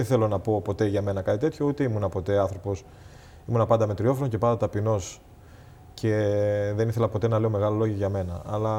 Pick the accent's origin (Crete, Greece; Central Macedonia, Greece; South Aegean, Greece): Crete, Greece; Alikarnassos; Είμαι από την Αλικαράνσο, εκεί ξεκίνησα, εκεί μεγάλωσα.